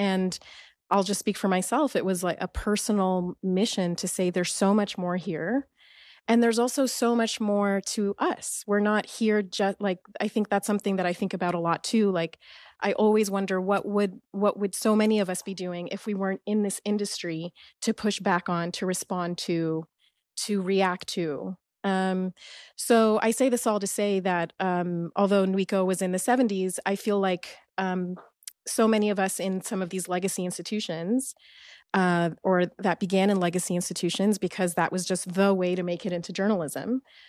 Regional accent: Alexandria, Alexandria Governorate, Egypt; also born or lived in Saudi Arabia / United Arab Emirates; I was born in Egypt, in Alexandria. I'm Muslim. I grew up between Saudi Arabia and Dubai and Egypt.

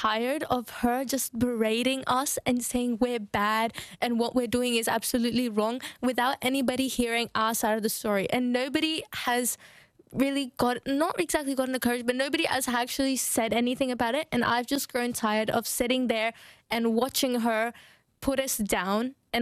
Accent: Australia; So if I don't follow this kind of Australian culture, would that mean I'm less Australian than anyone who does?

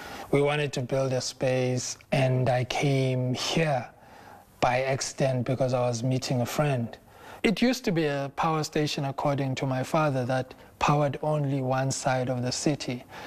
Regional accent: Makhanda, Eastern Cape, South Africa; Growing up in Makanda as an artist, hip-hop artist, and around 1996, we didn't have a place to perform.

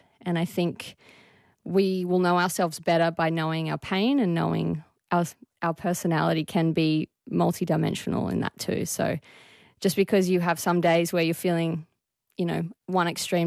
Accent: Tamworth, New South Wales, Australia; moved away as an adult; now in Sydney, Australia; So to be able to represent my hometown and, you know, show them the culture of what Tamworth is

